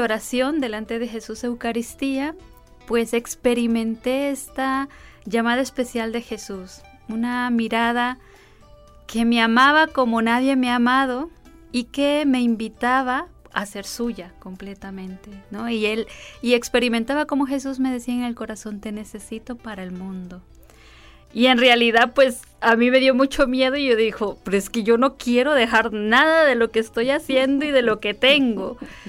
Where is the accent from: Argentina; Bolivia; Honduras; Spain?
Honduras; moved away as an adult; also born or lived in Mexico; soy misionera Verbum Dei desde hace 17 años, soy hondureña